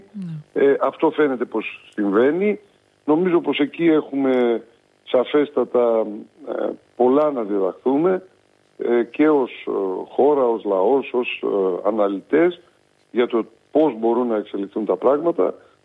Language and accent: Greek; Greece; Να πω ότι είμαι Έλληνας πολίτης, δεν είμαι Ρώσος πολίτης, γιατί μερικοί γράφουν και δείχνουν.